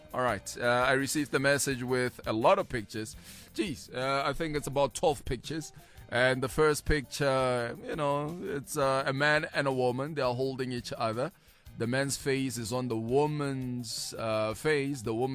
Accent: Newcastle, KwaZulu-Natal, South Africa; You can mention my name. … from Newcastle.

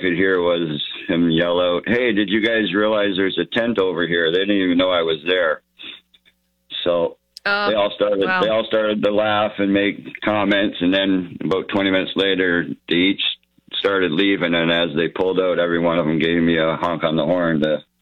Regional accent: Thorold, Ontario, Canada; And I go, holy cow, you can't believe this. I'm from Thorold.

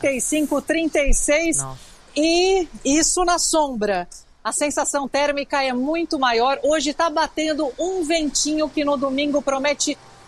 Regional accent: Brazil; moved away as an adult; now in France; na verdade eu torci para a França, que é o país que me acolheu há 15 anos. Mas eu sou brasileira, meu coração é brasileiro.

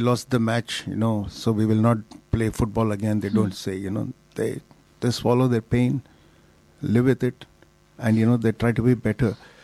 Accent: Bangalore, Karnataka, India; born there; I was born in Bangalore, so Bangalore is my favorite city.

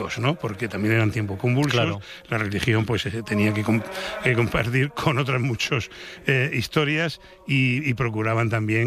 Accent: Murcia, Region of Murcia, Spain; Es que no hablo catalán valenciano y encima soy de Murcia

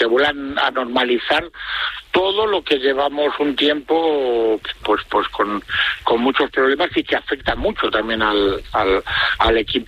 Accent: Valladolid, Castile and León, Spain; yo soy pucelano blanquivioleta de Valladolid, moriré siendo así

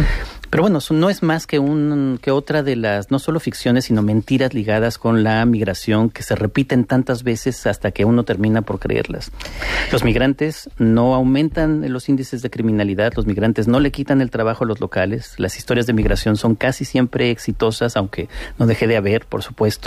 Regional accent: Spain; also born or lived in United States; Bueno, ahora, soy también español y no siempre me he sentido en España, tengo que decirlo, absolutamente acogido

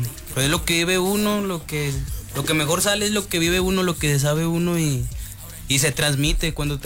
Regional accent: Aguascalientes, Mexico; Sí, güey, de aquí merito de Aguas, de la capital. Y somos del Rodolfo, del lado oriente de la ciudad.

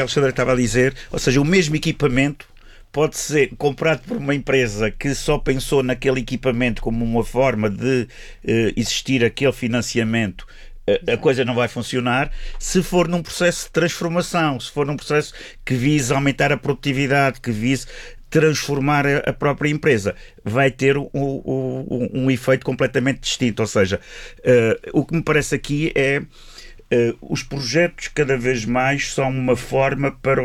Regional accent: Azores, Portugal; born there; Eu dou o exemplo da minha terra sempre

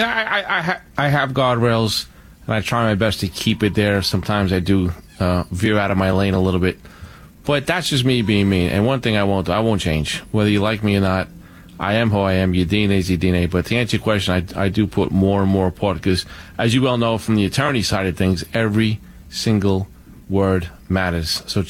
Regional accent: Brooklyn, New York, United States; Remember, we grew up in Bay Ridge, Brooklyn, when Arthur was running around Poly Prep High School.

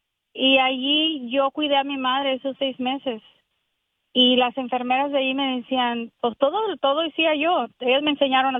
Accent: Texas, United States; also born or lived in Mexico; Soy inmigrante de 5 años, me vine de México a Texas, ahí crecí.

